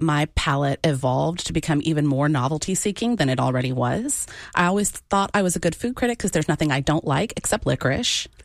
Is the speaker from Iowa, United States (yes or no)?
no; Texas, United States; as a Texan, I'm obligated to defend my native cuisine.